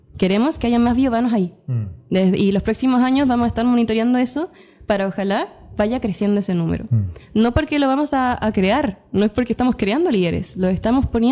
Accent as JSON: {"language": "Spanish", "town": "Concepción", "region": "Biobío", "country": "Chile", "tie": "born or raised there", "also_born_or_lived": "Los Ángeles", "said": "yo que nací en Los Ángeles, criada acá en Concepción."}